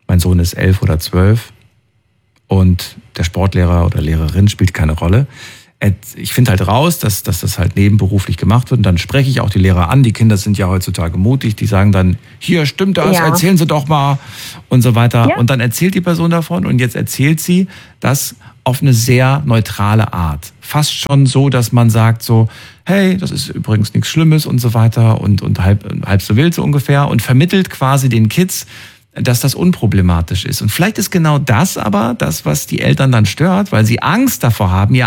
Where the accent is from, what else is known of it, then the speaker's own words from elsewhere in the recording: Thuringia, Germany; Früher, bin ja aus Thüringen und so weiter. Und da war FKK ganz normal, ne? in der ehemaligen DDR.